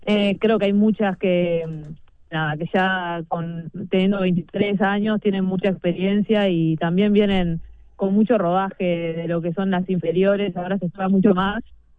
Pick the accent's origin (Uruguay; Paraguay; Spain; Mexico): Uruguay; moved away; also born or lived in Netherlands / Belgium; Sí, no, hoy ya volví a Uruguay este año. Estoy jugando en Biwa, pero sí, fue muchos años afuera.